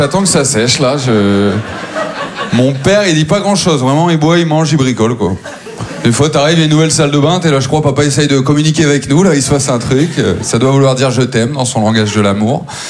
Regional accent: Maubeuge, Hauts-de-France, France; born or raised there

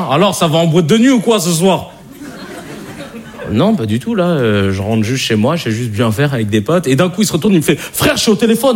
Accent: Paris, Île-de-France, France; Je vais me présenter très rapidement. Vous savez, j'ai grandi à Paris dans le 19e, et ensuite j'ai déménagé dans une ville qui s'appelle Arcueil, au sud de Paris.

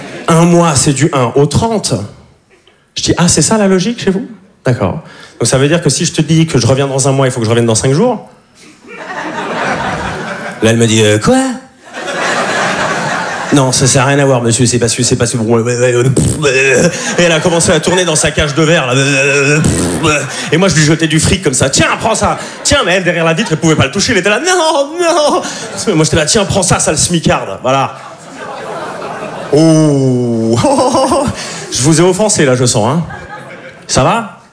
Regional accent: Switzerland; moved away as an adult; now in Paris, France; je suis suisse, ça fait 2 ans que j'habite à Paris.

